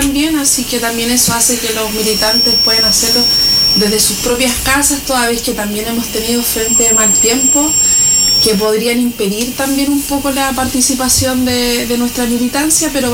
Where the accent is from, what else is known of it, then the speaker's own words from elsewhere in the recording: Choapa Province, Coquimbo, Chile; la provincia del Choapa, que es de donde yo soy.